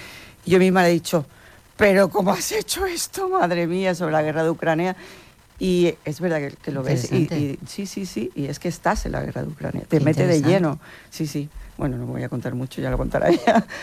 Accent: Conil de la Frontera, Andalusia, Spain; Sí, yo soy de Conil.

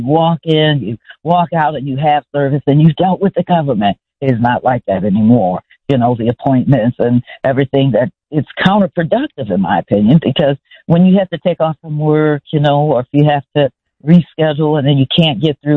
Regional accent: Joliet, Illinois, United States; as they say, born and raised in Joliet. I went to school here and went to college here, raised my family here, and have been involved in the community for quite some time.

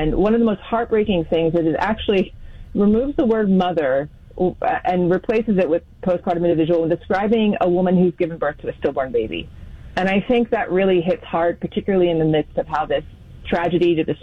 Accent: Pennsylvania, United States; As a mother, as a woman, as someone who was born and bred in Pennsylvania.

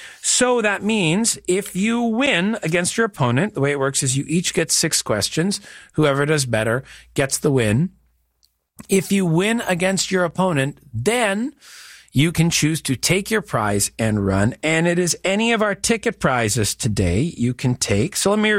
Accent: Canada; We're all Canadian.

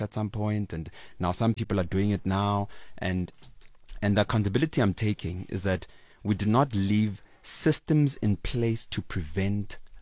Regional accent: Soweto, Gauteng, South Africa; And Komirolensi, Ndofaya, Soweto, where I come from, where I was raised

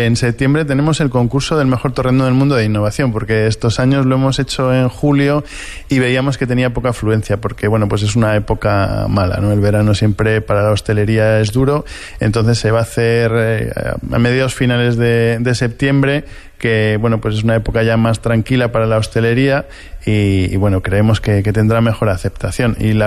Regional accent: Soria, Castile and León, Spain; los que somos de Soria lo hemos tenido de siempre

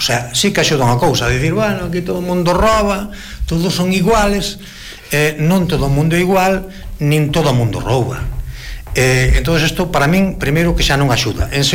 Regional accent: Galicia, Spain; pois teña en conta que os galegos vivimos nunhas circunstancias que deb

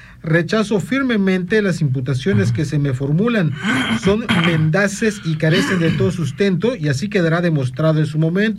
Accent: Sinaloa, Mexico; Estoy en Sinaloa, mi tierra, de la que estoy orgulloso, con las y los míos, gente buena y honesta.

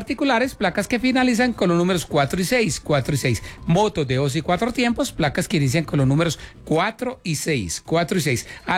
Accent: Colombia; Sí, señor. Yo soy colombiano.

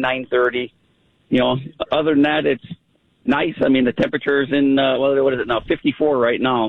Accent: Two Rivers, Wisconsin, United States; born there; I was born in Two Rivers, Wisconsin.

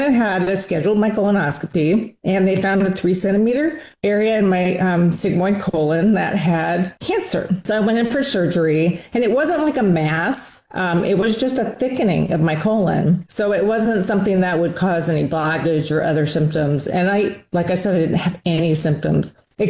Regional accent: Anchorage, Alaska, United States; I'm from Anchorage, Alaska. I'm a physician assistant. I work for the Department of Corrections here in Anchorage.

